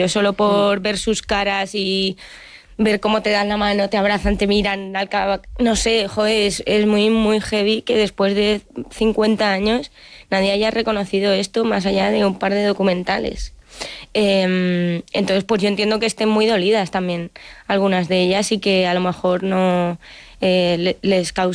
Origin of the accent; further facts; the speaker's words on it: Madrid, Community of Madrid, Spain; viví una adolescencia en la que yo también, que soy de Madrid, y el feminismo pues en 2019-2018 era una locura